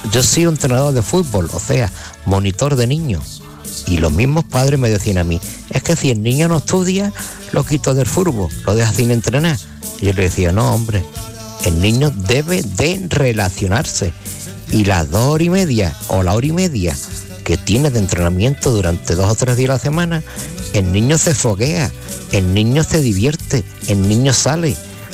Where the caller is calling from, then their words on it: Los Barrios, Andalusia, Spain; de los Barrios.